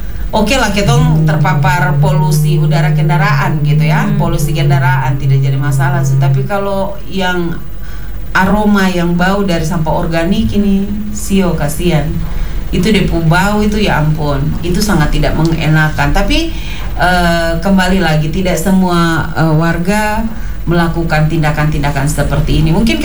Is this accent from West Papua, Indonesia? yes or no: yes; Fakfak, West Papua, Indonesia; kita warga Kota Fakfak